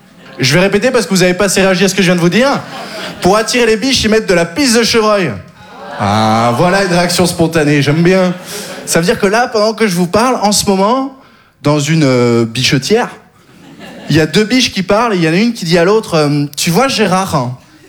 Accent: Occitanie, France; viens du sud, j'ai grandi dans le Gard.

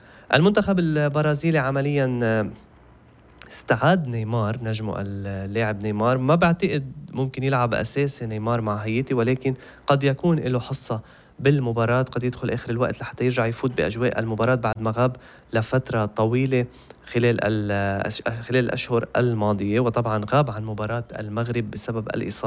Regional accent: Lebanon; وبتهمنا كمان كلبنانيين

